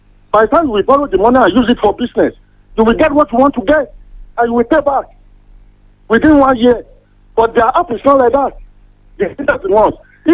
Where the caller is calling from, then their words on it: Kogi, Nigeria; I'm calling from Kogi.